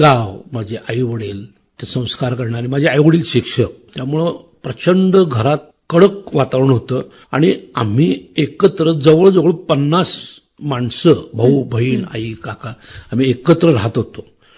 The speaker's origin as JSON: {"language": "Marathi", "town": "Ajara", "region": "Maharashtra", "country": "India", "tie": "born or raised there", "also_born_or_lived": "Kolhapur", "said": "माझी आई कोल्हापूरची, त्यामुळे माझा जन्म कोल्हापुरात झाला, पण मी माझा लहानाचा मोठा झालो माझ्या आजऱ्या गावात."}